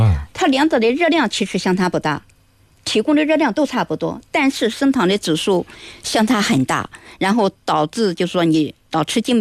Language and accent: Chinese; China; 我们中国人都喜欢吃西瓜嘛